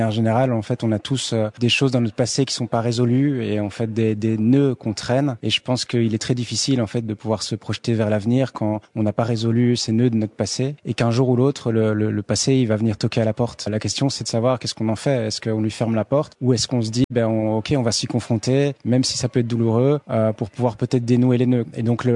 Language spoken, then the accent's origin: French; Belgium; born there; Moi, je suis né en Belgique, mon père est né au Rwanda